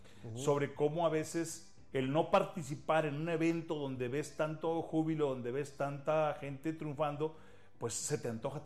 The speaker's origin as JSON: {"language": "Spanish", "region": "Chihuahua", "country": "Mexico", "said": "Y así, como hispanos, como mexicanos, como chihuahuenses, nos vamos reconociendo afuera de nuestras fronteras"}